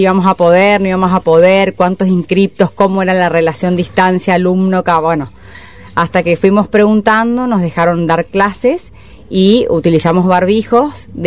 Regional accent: Curuzú Cuatiá, Corrientes, Argentina; moved away; yo soy de Curuzucuatiá, y vinimos yo volví en pandemia, ella vivía acá. Yo había cambiado de trabajo y vine a vivir a Curuzú sin trabajo, sin nada.

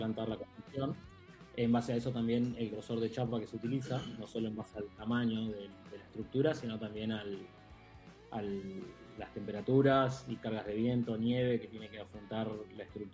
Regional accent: Neuquén, Argentina; Somos neuquinos y fabricamos en Neuquén

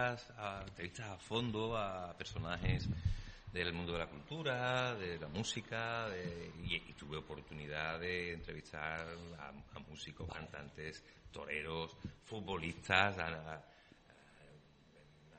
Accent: Sanlúcar de Barrameda, Andalusia, Spain; born there; moved away; also born or lived in Las Rozas, Madrid; estaba acordándome de mi pueblo, de mi tierra

